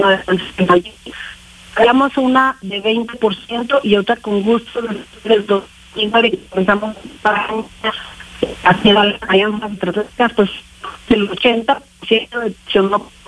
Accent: Zacatecas, Mexico; somos los zacatecanos

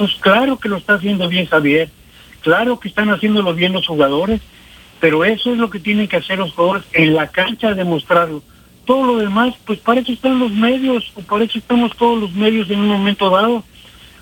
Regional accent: Mexico; es un honor en un momento ser mexicano

